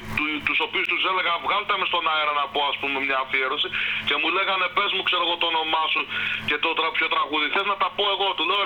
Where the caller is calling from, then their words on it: Kalamaria, Central Macedonia, Greece; από Καλαμαριά